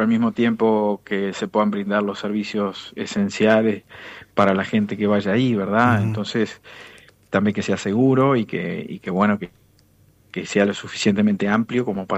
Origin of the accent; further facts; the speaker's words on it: Uruguay; nuestra historia como pueblo uruguayo